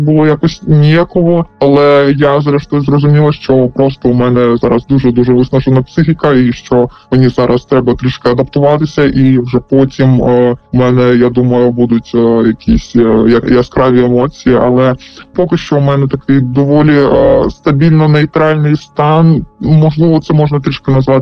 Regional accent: Donetsk Oblast, Ukraine; moved away; я приїхала саме з Донеччини, зі староокупованої території

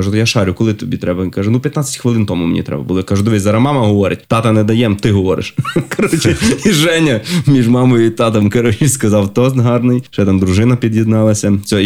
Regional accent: Lviv, Lviv Oblast, Ukraine; Я сам з Львова.

